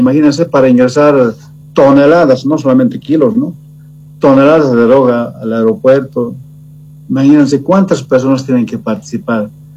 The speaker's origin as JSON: {"language": "Spanish", "country": "Bolivia"}